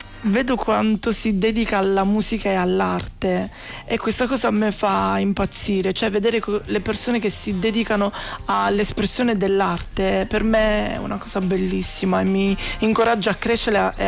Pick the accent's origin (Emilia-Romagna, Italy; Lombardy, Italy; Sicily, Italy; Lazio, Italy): Sicily, Italy; now in northern Italy; vivendo fuori dalla mia terra, la Sicilia, sono nato in una delle province più a sud d'Italia e vivo in una di quelle più a nord, questa cosa è assurda, e sono lontano dalla mia famiglia